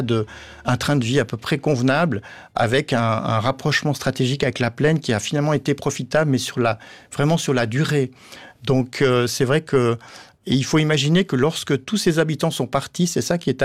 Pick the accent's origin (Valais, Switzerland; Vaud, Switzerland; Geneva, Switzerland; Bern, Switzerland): Valais, Switzerland; Moi-même, je suis valaisan